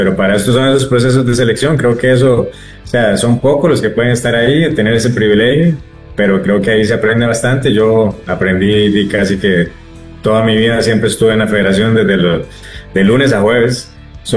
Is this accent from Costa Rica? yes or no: yes; Costa Rica; Yo creo que el talento tico todavía está intacto